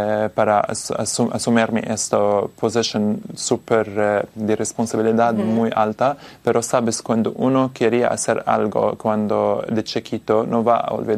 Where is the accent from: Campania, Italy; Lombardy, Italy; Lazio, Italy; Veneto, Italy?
Lombardy, Italy; Milan; Spanish is a second language; moved away